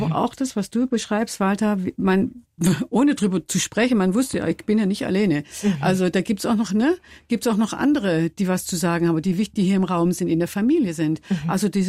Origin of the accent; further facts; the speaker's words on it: Baden-Württemberg, Germany; Ich komme aus dem Schwarzwald, mein Vater war Schuhmachermeister, Meister.